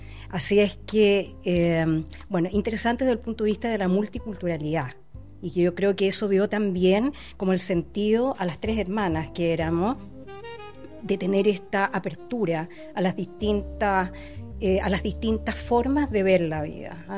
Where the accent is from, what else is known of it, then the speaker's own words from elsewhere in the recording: Valparaíso, Chile; also born or lived in Santiago; Bueno, yo nací en Santiago, pero mis papás se vinieron tempranamente a Viña, a Valparaíso en principio, así es que desarrollé toda mi educación en Valparaíso.